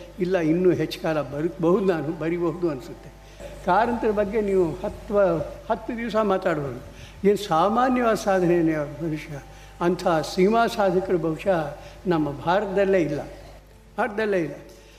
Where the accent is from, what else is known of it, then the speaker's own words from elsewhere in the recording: Karnataka, India; ನಮ್ಮ ಹಳೆ ಮೈಸೂರಿನ ಸಪ್ಪೆ ಅಡುಗೆಗೆ